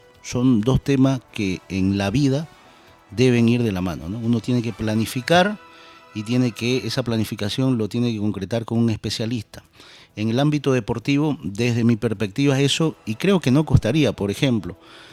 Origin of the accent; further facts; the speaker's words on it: Vallegrande, Santa Cruz, Bolivia; Primero digo soy de Valle Grande y luego les explico, ¿no? Valle Grande queda en Santa Cruz, sí. Santa Cruz, Bolivia, Sudamérica